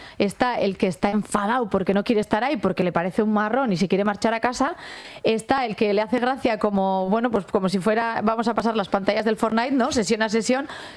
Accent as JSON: {"language": "Spanish", "town": "Legazpi", "region": "Basque Country", "country": "Spain", "tie": "born or raised there", "said": "presentado en Donosti, en Legazpi, mi pueblo, que esa"}